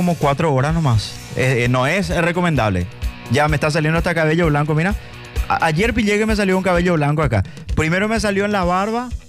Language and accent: Spanish; Paraguay; Soy paraguayo